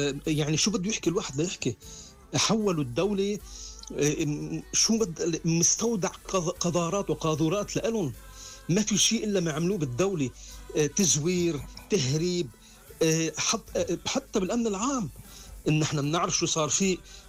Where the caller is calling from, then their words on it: Beirut, Beirut Governorate, Lebanon; من بيروت.